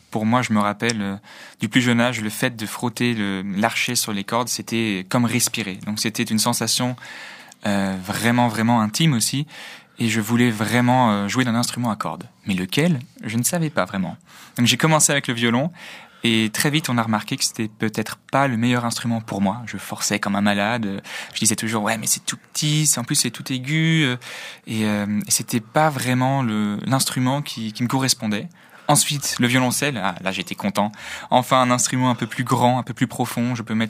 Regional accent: Vienna, Austria; French is a second language; Alors, moi, je suis né, j'ai grandi à Vienne, en Autriche.

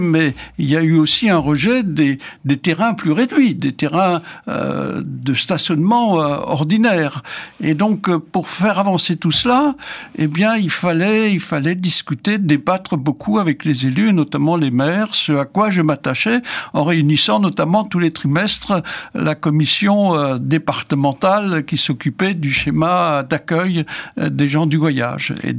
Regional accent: Grand Est, France; Enfin, chez nous, en Alsacien, on appelait ça Tziguinor.

